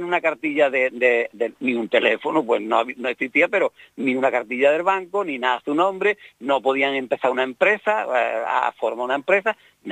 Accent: Andalusia, Spain; mi pueblo está separado de Sevilla, unos 8 o 9 kilómetros

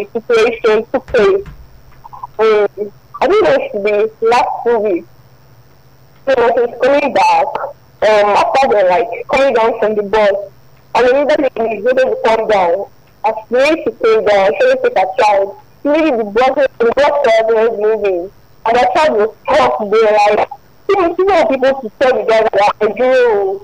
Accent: Lagos, Nigeria; I'm from Lagos.

